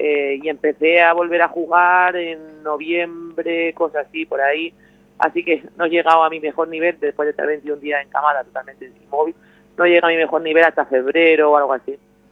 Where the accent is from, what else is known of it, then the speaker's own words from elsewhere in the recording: Orihuela, Valencian Community, Spain; soy de Orihuela, nací en Orihuela, colegio Carmelita, enseñé el Carmen, y todas mis raíces en Orihuela.